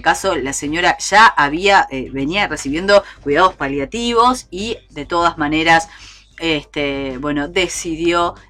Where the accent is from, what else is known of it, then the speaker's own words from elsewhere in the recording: Uruguay; esto que nos gusta tanto a los uruguayos